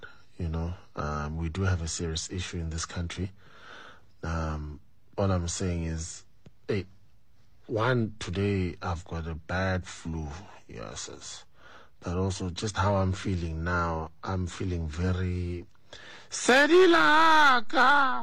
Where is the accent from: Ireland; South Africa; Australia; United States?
South Africa; So I don't know if we as South African artists or DJs have been targeted